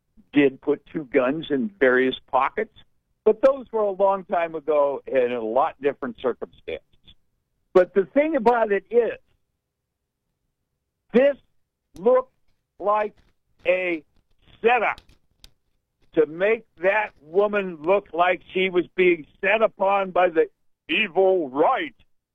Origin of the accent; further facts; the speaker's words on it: Scotland, United Kingdom; I don't gamble. I'm Scottish.